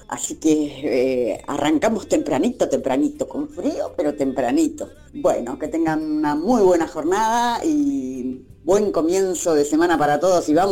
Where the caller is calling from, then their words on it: Avellaneda, Buenos Aires Province, Argentina; Y acá la abuela …. … de Gerria Avellaneda.